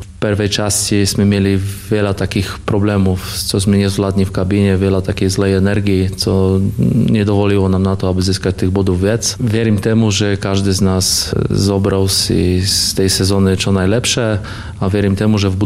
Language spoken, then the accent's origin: Slovak; Wieliczka, Lesser Poland, Poland; Slovak is a second language; Som rodákom z Veličky, bývam v Veličce, manželkom aj mám dvoch synov